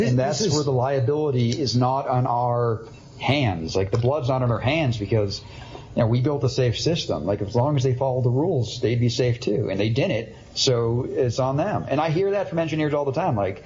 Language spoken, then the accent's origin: English; Massachusetts, United States; growing up near Boston.